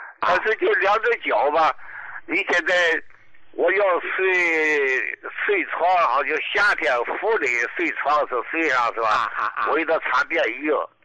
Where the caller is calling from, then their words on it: Dalian, Liaoning, China; 好，我是大连的，那怎么能给我用来还是怎么着？